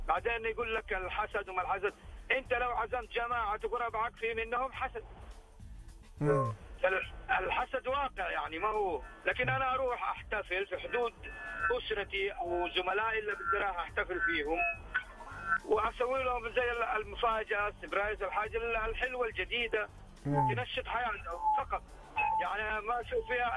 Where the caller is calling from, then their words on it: Jeddah, Makkah Province, Saudi Arabia; من جدة والله.